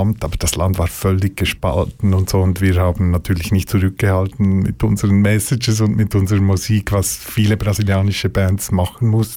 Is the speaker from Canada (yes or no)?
no; Switzerland